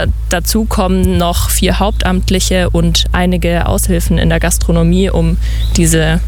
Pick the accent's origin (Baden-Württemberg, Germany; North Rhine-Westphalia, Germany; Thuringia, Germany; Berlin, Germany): Baden-Württemberg, Germany; Ulm; Ich bin selber in Ulm aufgewachsen und durfte die vielfältige Kulturlandschaft in Ulm als Kind und Jugendliche als ganz selbstverständlich erleben